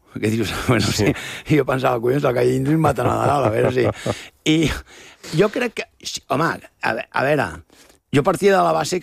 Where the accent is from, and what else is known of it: Catalonia, Spain